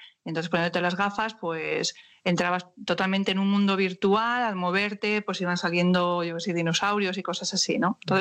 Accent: Madrid, Community of Madrid, Spain; moved away as an adult; also born or lived in Barcelona; now in Penedès, Spain; Yo, claro, soy madrileña. Llevo 20 años viviendo en el Penedès, me vine a Barcelona porque vine a hacer unos estudios, al final acabé quedándome y de Barcelona, después de estar 3 años viviendo en Barcelona

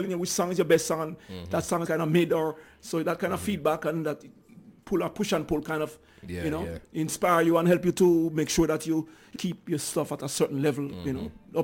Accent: Jamaica; I grew up in Jamaica, of course.

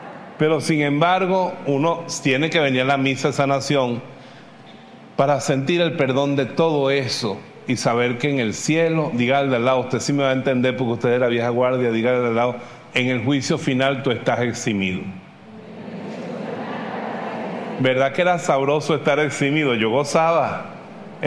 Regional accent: Costa Rica; Además, vengo de Costa Rica. Allá cuando uno cumple 60 años, ya no paga impuestos, ni autobús, ni nada.

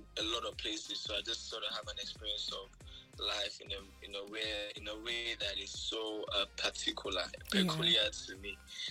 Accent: Benin City, Edo, Nigeria; born there; I was born in Benin City. My mom and my dad, they met themselves there.

